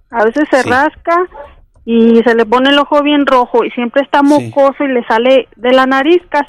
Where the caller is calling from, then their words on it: Aguascalientes, Mexico; le hablo de Aguascalientes.